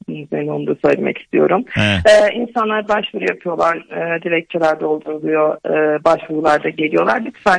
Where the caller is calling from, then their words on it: Düzce, Turkey; Düzce'den arıyorum.